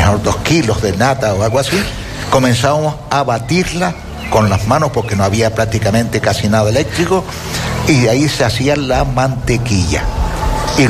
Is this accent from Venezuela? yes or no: no; Canary Islands, Spain; born there; Pero, hombre, yo soy nacido en Gran Canaria.